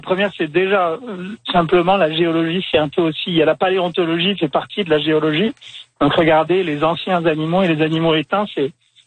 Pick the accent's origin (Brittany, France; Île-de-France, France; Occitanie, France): Occitanie, France; Toulouse; Moi, je viens de Toulouse